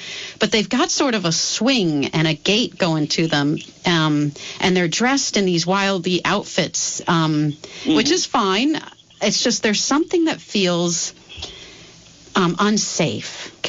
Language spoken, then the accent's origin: English; Montpelier, Vermont, United States; walking the streets in Montpelier even, which was my hometown for many years.